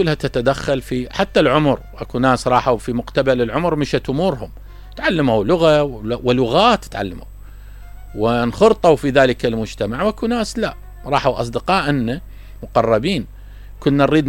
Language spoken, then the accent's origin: Arabic; Basra, Basra Governorate, Iraq; يعني انا اطلع من البصرة ما اقدر اعيش بالديوانية، ما اقدر اعيش ببغداد، ما اقدر اعيش بسليمانية، اقدر؟